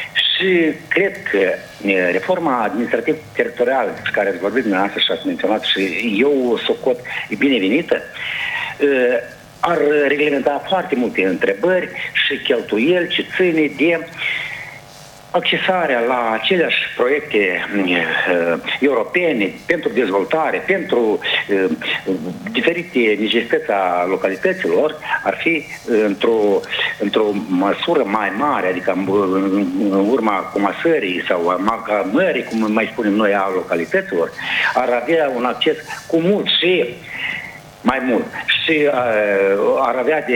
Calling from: Căușeni, Căușeni District, Moldova; Sunt de la Căușeni și am urmărit discuțiile dumneavoastră în studio

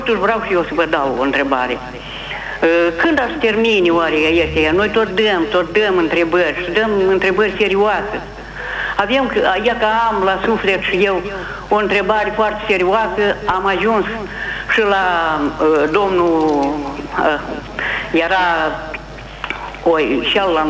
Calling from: Telenești, Telenești District, Moldova; sunt din Telenești.

